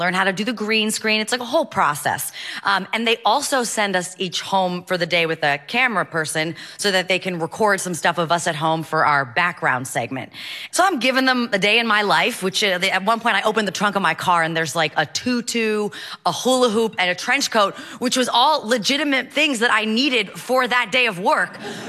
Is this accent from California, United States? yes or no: no; Wilmington, Delaware, United States; now in Brooklyn, New York, United States; I grew up in Wilmington, Delaware, but now I live in Brooklyn, New York